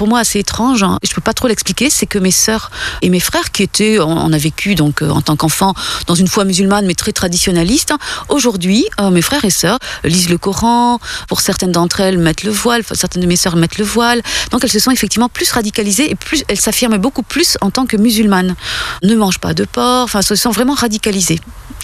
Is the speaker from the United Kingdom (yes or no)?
no; France; born there; Je suis née en France. Mes parents sont arrivés pendant la guerre d'Algérie.